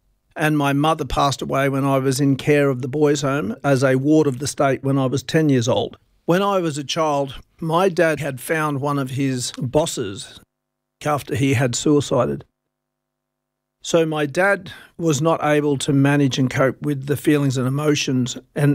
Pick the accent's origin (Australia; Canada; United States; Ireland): Australia; Wilcannia, New South Wales; And on one occasion when we were living on the riverbank in Wilcannia, my hometown, my older brother Graham and I were wrestling around near a 1 gallon drum of boiling hot water.